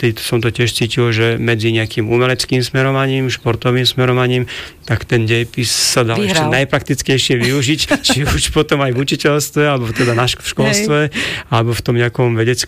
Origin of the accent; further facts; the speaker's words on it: Trnava, Trnava Region, Slovakia; takže áno, som vlastne Trnavčan, žijem v Trnave a pendlujem medzi Pezinkom a Trnavou vlastne 24 rokov.